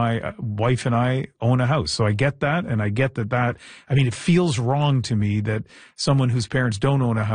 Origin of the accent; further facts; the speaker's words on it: New Brunswick, Canada; growing up in New Brunswick, I didn't think that, well, all of our parents owned houses.